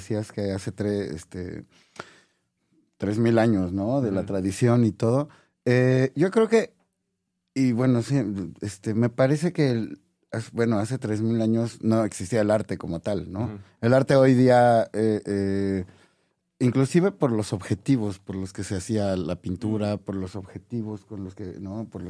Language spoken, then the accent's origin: Spanish; Mexico